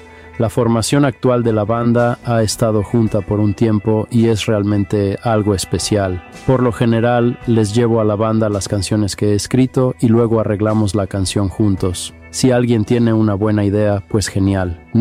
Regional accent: Canada; now in United States; ahora soy un canadiense viviendo en los Estados Unidos

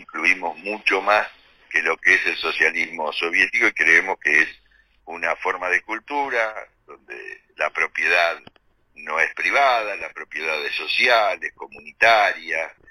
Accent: Argentina; nosotros venimos de Argentina, somos peronistas

